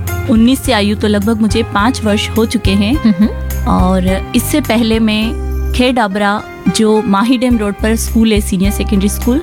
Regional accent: Kanod, Rajasthan, India; born there; Udaipur district में एक कस्बा पड़ता है, कानोड़ नाम है उसका।

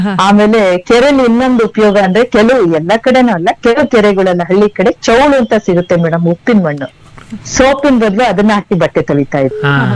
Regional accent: Karnataka, India; ನಮ್ಮ ಹಳ್ಳಿ ಕಡೆ ಮಲ್ನಾಡ್ ಸೀಮೆಲ್ಲೆಲ್ಲ ನದಿ ಹೊಳೆಗೆಲ್ಲ ತುಂಬೋಗ್ಬಿಡುತ್ತಲ್ಲ

